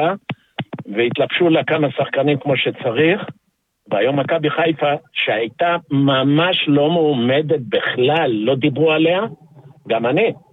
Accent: Tel Aviv, Tel Aviv District, Israel; born there; also born or lived in Austria; אני נולדתי באוסטריה על מגרש כדורגל כשאבא שלי שיחק במגרש, וכל החיים הייתי בבאסה, שזה בלומפילד, לפני זה היה באסה

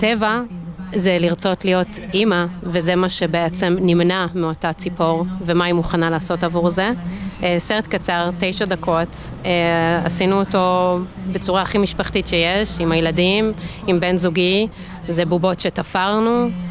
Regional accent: Mitzpe Amuka, Northern District, Israel; אני גדלתי כאן 2 מטר מפה במצפה עמוקה. אני בעצם מהגליל, והגליל מבחינתי זה בית. אין בית אחר בעולם חוץ מהגליל העליון, וזה נוף ילדותי

